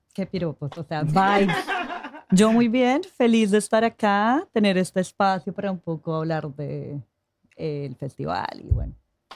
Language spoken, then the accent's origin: Spanish; Colombia; yo soy colombiana